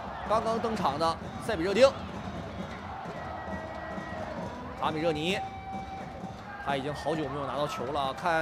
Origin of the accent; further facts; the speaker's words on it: Northeast China, China; accent: Northeastern dialect; 咱们东北话讲叫玻璃盖